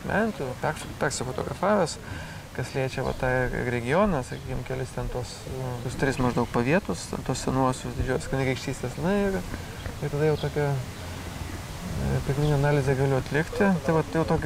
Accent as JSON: {"language": "Lithuanian", "region": "Aukštaitija", "country": "Lithuania", "tie": "born or raised there", "said": "aš daugiau rytų Lietuvą ir tą savo gimtąjį kraštą ir galbūt gimtąjį regioną taip nagrinėjau. Tai Aukštaitija."}